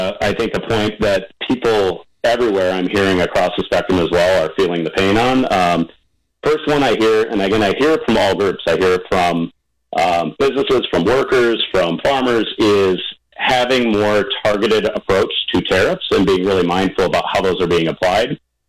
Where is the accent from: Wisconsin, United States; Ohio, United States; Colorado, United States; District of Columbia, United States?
Wisconsin, United States; Larsen; moved away as an adult; now in Ozaukee County, United States; my parents were working at a feed mill and a supper club when I was growing up in Larson, and now I live in Ozaukee County in the very southeast corner of the district.